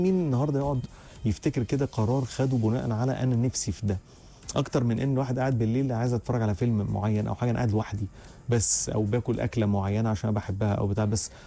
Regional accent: Egypt; احنا دايما عندنا نظره كمصريين كده عامه

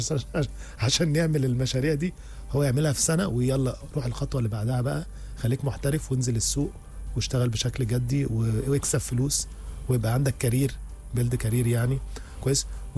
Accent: Egypt; واحنا كمصريين بنحب الكوميديا

